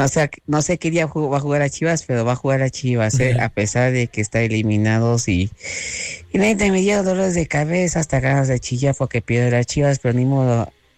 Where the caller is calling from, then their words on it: Acultzingo, Veracruz, Mexico; yo vivo en Acutzingo.